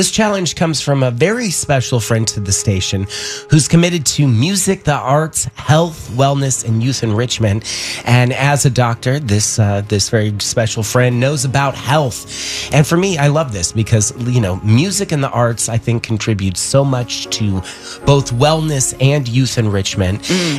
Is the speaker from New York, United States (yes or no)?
no; Pullman, Washington, United States; moved away; I'm from Pullman, Washington, 8 miles away from Moscow, Idaho.